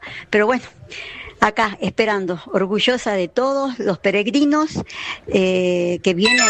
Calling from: Salta, Argentina; No, yo soy … Soy de Salta.

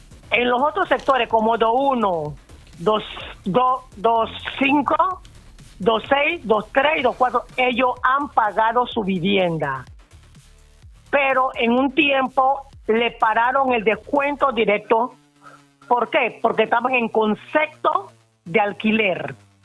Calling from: Colón, Panama; este problema que tenemos aquí en Puerto Escondido.

